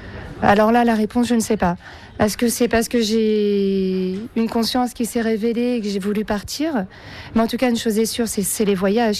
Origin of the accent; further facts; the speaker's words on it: Normandy, France; moved away; C'est mes origines, je ne renierai jamais ça. Je suis française normande et fière de l'être.